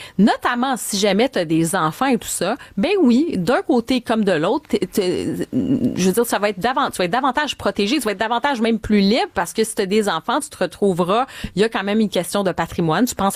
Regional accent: Quebec, Canada; now in France

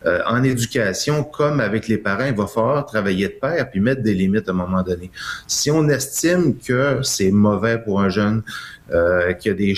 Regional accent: Quebec, Canada; je suis du Saint-Lac-Saint-Jean

